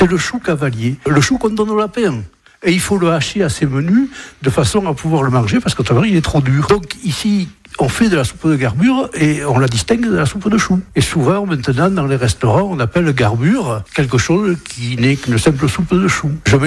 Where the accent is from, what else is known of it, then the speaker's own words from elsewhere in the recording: Nouvelle-Aquitaine, France; accent: Gascon; Je suis d'Acoa à l'origine, donc forcément gascon capetout, comme on dit.